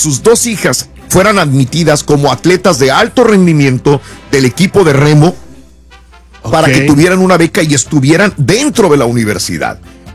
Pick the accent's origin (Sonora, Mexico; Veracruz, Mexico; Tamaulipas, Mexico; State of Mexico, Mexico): Tamaulipas, Mexico; Matamoros; un abrazo enorme para mi tierra, Matamoros, Tamaulipas. Aquí tienen un orgulloso paisano de Matamoros, Tamaulipas. Me siento feliz ser matamorense, mexicano, y la verdad, feliz.